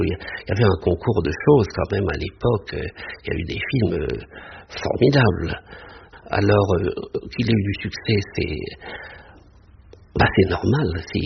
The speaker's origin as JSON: {"language": "French", "region": "south of France", "country": "France", "tie": "born there", "moved": "yes", "said": "quand j'étais môme dans le Midi, j'habitais un petit hôtel"}